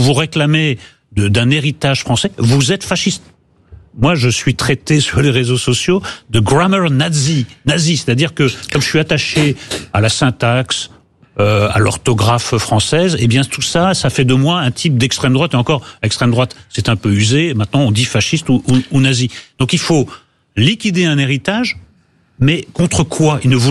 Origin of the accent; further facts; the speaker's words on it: Nouvelle-Aquitaine, France; Moi, j'ai été élevé au Pays Basque, je savais pas que c'était un symbole fasciste.